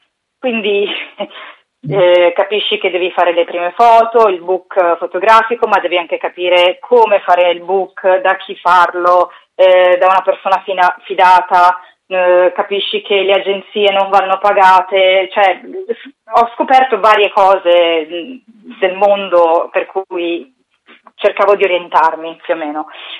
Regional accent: Milan, Lombardy, Italy; also born or lived in Kinshasa, Congo; Io sono cresciuta a Milano.

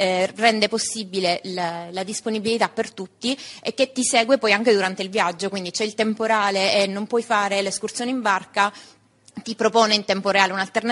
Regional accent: Sicily, Italy; Sono siciliana, qua tutti terroni, ma anch'io sono siciliana.

